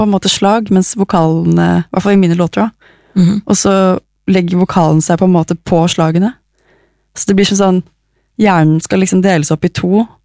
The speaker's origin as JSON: {"language": "Norwegian", "region": "Oslo", "country": "Norway", "tie": "born or raised there", "said": "Jeg er fra Oslo, jeg har vokst opp her, jeg bor her fortsatt"}